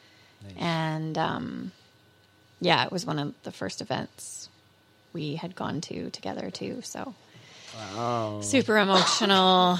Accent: Manitoba, Canada; I'm from Manitoba.

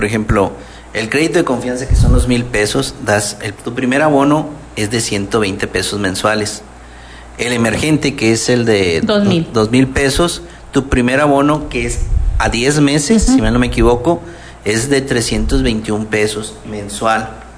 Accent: Mexico; si no somos un mexicano

